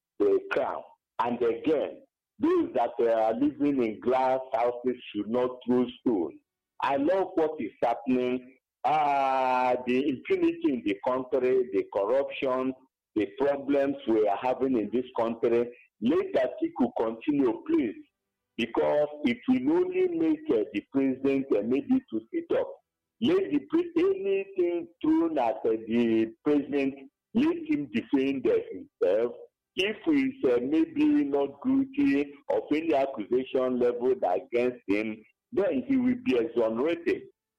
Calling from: Enugu State, Nigeria; I'm calling from Abapani, Enugu.

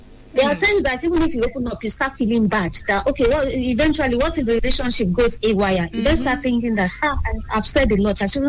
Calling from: Arapaja, Nigeria; I'm calling from Arapaja.

